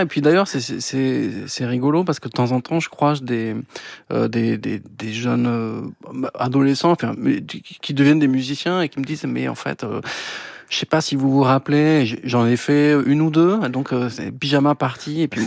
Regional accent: Occitanie, France; moved away; also born or lived in Marciac; Ce sont mes terres natales, en effet. Souillac

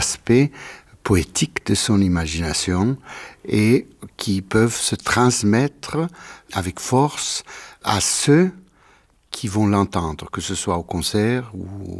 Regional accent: Colombia; Et malheureusement, il n'y avait pas de clavecin chez nous, en Colombie, à l'époque.

